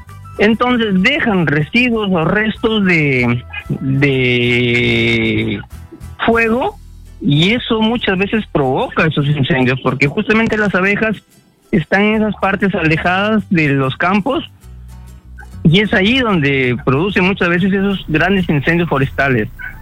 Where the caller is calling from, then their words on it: Tamarindo, Piura, Peru; De Tamarindo, Paita.